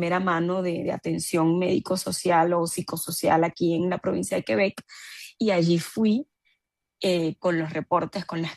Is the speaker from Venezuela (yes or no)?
yes; Venezuela; moved away as an adult; Cuando yo salí de Venezuela